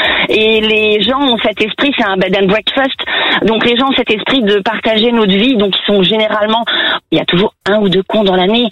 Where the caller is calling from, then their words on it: Brittany, France; Je suis en Bretagne